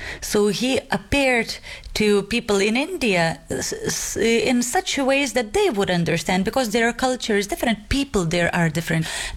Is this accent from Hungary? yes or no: no; Vilnius, Vilnius County, Lithuania; English is a second language; I'm from Lithuania, Vilnius.